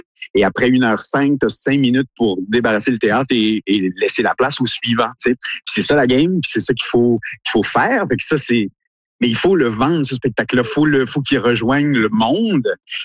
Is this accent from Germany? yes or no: no; Quebec, Canada